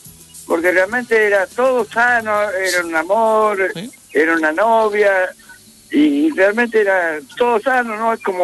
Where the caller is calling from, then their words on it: Argentina; De acá enfrente de Figuera, entre Pavón y Figuera, ¿viste? Sobre la isla.